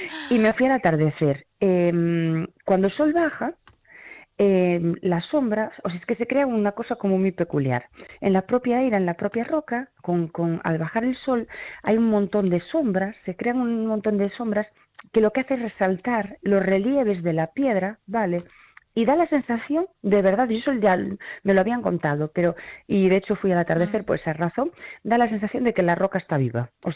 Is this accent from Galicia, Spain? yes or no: yes; Galicia, Spain; como somos los gallegos